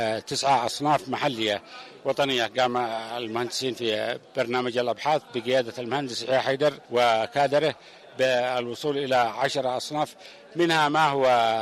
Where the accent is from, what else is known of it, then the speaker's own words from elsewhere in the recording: Yemen; كشعب يمني